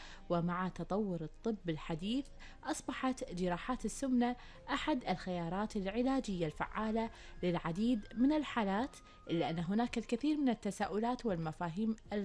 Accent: Kuwait; عندنا في الكويت

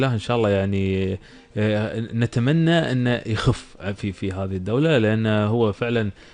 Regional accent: Kuwait; احنا عندنا بالكويت

